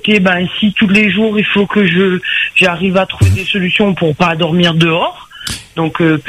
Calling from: Réunion; je rentrais chez vive à La Réunion, en fait, parce que je suis réunionnaise.

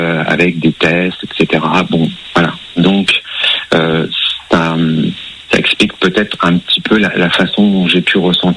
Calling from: Grand Est, France; j'habite en Alsace, dans la superbe région d'Alsace.

